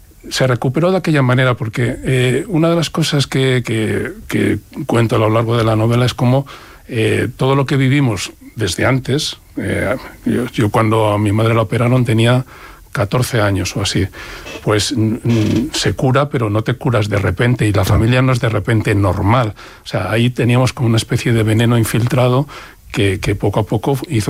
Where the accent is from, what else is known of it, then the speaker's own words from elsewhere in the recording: Madrid, Community of Madrid, Spain; born there; siguiente de casarse a Madrid, al barrio de Usera, que es donde yo nací, muy orgulloso de nacer allí en Usera.